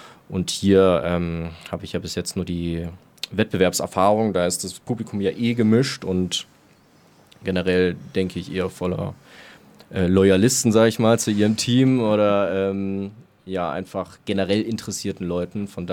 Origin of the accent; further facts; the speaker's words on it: Plauen, Saxony, Germany; Vor allem eben halt gerade noch in meiner Heimatstadt in Plauen. Das liegt in Sachsen